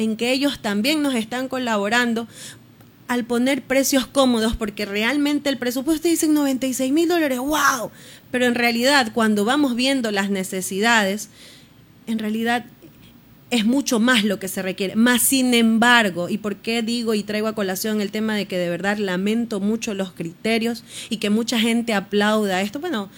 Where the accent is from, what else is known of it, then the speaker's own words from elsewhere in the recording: Esmeraldas, Ecuador; a mi sangre, a mi gente, a mi tierra